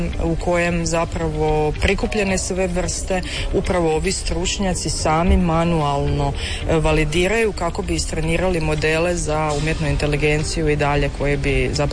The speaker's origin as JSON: {"language": "Croatian", "region": "Amazon", "country": "Brazil", "said": "Pozdrav svima … ja dolazim iz Brazila, iz brazilske Amazonije."}